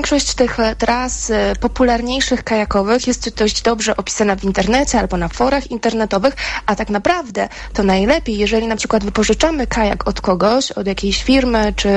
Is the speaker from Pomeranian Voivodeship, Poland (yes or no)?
yes; Pomeranian Voivodeship, Poland; u nas na Pomorzu